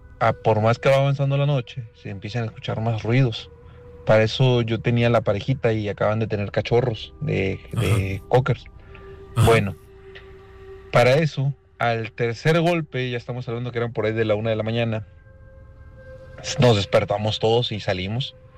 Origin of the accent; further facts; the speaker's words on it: Minatitlán, Veracruz, Mexico; Yo soy originario de Veracruz, de la ciudad de Minatitlán, Veracruz